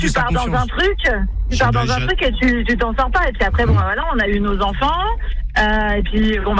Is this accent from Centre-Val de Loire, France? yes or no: yes; Chartres, Centre-Val de Loire, France; now in Dax, France; J'ai déménagé, j'étais de Chartres. Oui. Je vous écoute depuis l'âge de 16 ans.